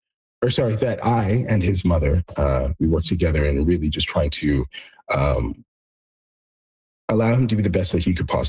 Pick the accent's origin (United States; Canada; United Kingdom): Canada; As a Canadian